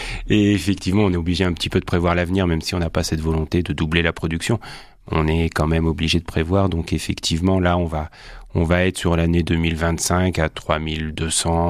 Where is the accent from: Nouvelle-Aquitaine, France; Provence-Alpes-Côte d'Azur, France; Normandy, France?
Nouvelle-Aquitaine, France; Saint-Pompain; je suis originaire de la région puisque je suis issu de Saint-Pompin, un petit village à côté de Coulon-sur-le-Tize